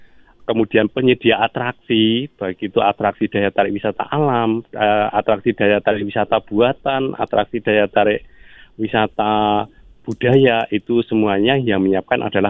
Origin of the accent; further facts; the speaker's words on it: Gunungkidul, Special Region of Yogyakarta, Indonesia; di desa kami, di Desa Ngelanggeran